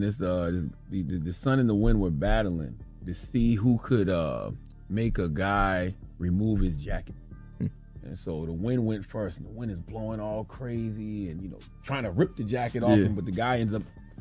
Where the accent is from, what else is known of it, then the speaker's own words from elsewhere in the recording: Atlanta, Georgia, United States; I'm from Atlanta.